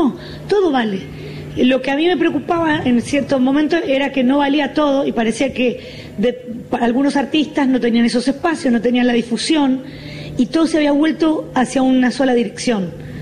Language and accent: Spanish; Santa Fe, Argentina; Yo soy santafesina y para mí haberme criado escuchando … es, como decís, es parte de lo que a mí me representa.